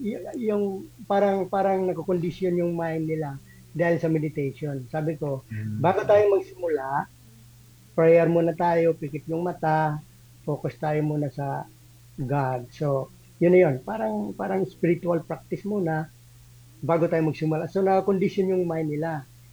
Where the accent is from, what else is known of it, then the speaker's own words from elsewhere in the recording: Eastern Visayas, Philippines; moved away; Kasi doon ako sa probinsya nagsimula eh. Sa Samar, sa hometown ko.